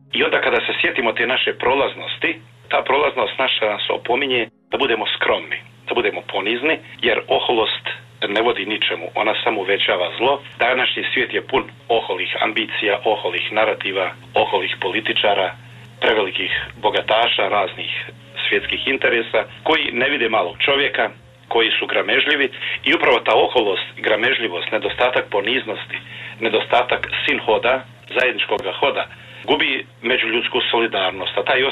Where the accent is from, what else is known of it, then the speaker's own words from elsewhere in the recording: Jajce, Federation of Bosnia and Herzegovina, Bosnia & Herzegovina; Ja sam došao ovdje u moj rodni grad Jajce i bio sam tada četvrta godina studija teološkoga i ovdje sam se nastanio u župi Podmilače